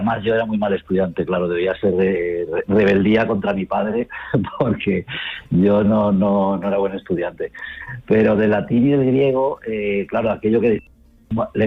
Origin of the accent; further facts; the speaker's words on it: Albacete, Castilla-La Mancha, Spain; como soy manchego, soy de Albacete